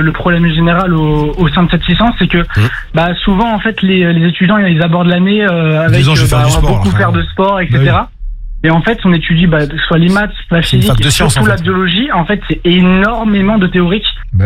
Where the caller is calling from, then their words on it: Nîmes, Occitanie, France; je suis en STAPS à Nîmes.